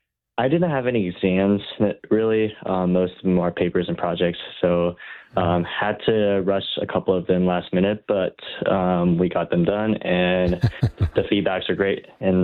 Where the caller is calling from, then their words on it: Tempe, Arizona, United States; Hi, I'm calling from Tempe, Arizona.